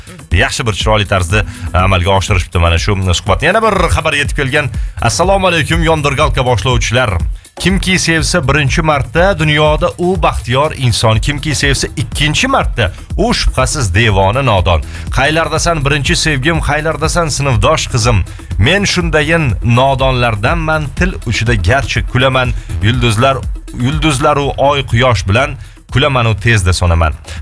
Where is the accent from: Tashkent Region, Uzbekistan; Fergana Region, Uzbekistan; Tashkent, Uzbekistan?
Fergana Region, Uzbekistan; Fergana; Biz Farg'ona shahardamiz. Shahardanmiz.